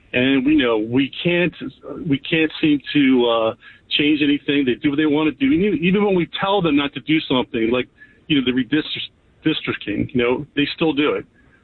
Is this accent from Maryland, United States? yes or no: yes; Maryland, United States; So real quick, I'm 65 now, so I grew up in Maryland, and I've seen the changes